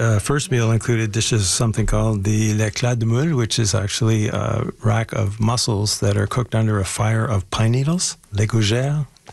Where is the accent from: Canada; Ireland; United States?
Canada; Nova Scotia; I am originally from Cape Breton down in Nova Scotia.